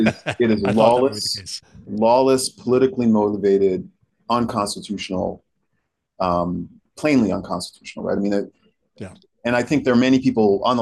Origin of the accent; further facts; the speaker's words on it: New York City, New York, United States; I grew up in New York City. My parents are Haitian immigrants. I learned to become a New Yorker and an American by way of the subway, through public parks, through the radio.